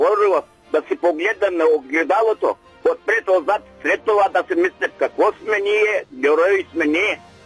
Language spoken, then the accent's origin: Bulgarian; Dulovo, Silistra Province, Bulgaria; от Дулово.